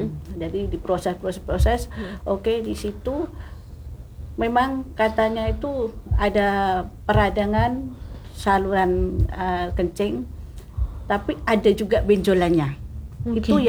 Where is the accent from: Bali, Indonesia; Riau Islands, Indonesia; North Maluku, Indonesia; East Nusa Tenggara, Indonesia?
Riau Islands, Indonesia; Tanjung Pinang; saya orang Pinang